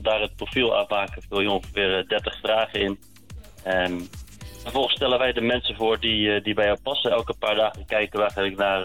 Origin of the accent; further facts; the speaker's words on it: Goes, Zeeland, Netherlands; born there; moved away as an adult; also born or lived in Leiden; now in Goes, Netherlands; toen ik vanuit Leiden, waar ik 10 jaar gewoond heb, terugverhuisde naar mijn geboortestad Goes. Samen met mijn vrouw en kinderen.